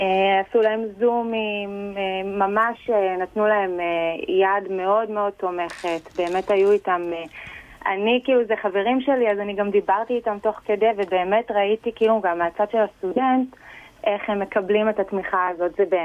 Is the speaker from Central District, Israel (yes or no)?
no; Haifa, Haifa District, Israel; מקריית חיים.